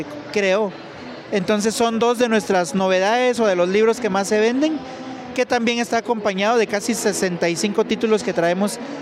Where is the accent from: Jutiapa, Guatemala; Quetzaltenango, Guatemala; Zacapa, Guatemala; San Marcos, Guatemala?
Quetzaltenango, Guatemala; yo soy de Xela